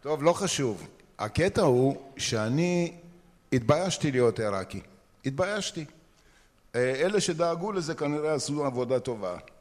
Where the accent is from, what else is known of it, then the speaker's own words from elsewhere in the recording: Bnei Brak, Tel Aviv District, Israel; גדלנו בפרדס קץ. העירייה שלנו הייתה עיריית בני ברק. זה היה שטייטל פולני, ואנחנו גטו בתוך השטייטל הזה.